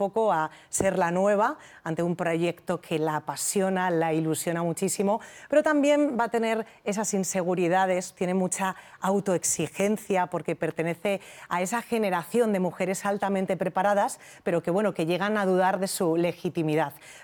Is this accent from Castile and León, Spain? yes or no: yes; Castile and León, Spain; soy leonesa, pero toda mi familia procede de Galicia, repartidos entre Ribeira Sacra y A Coruña, o sea que al final procedo de ahí, esos son mis orígenes